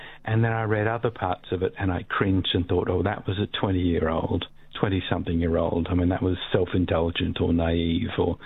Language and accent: English; Australia; why are you, as an Australian writer, have you never set a book in Australia?